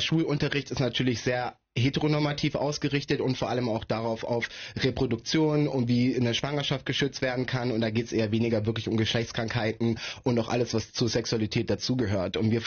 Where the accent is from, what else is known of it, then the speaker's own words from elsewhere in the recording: Berlin, Germany; ich komme aus Berlin und leite die IVIT-Kampagne.